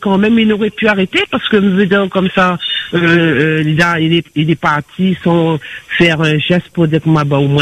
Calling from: Saint-Benoît, Réunion; j'habite en Saint-Benoît

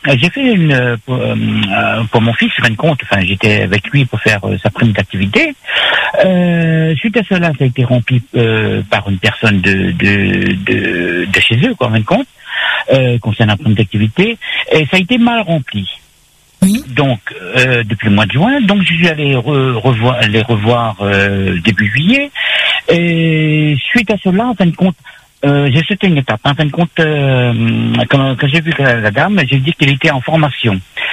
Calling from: Saint-Benoît, Réunion; moi, j'habite sur Saint-Benoît.

